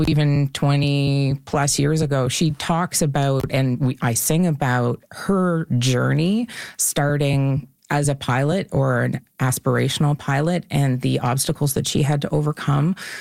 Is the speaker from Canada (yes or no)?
yes; Kennebecasis Valley, New Brunswick, Canada; I'm originally from the Kennebecasis Valley, so I was in university in St. John at the time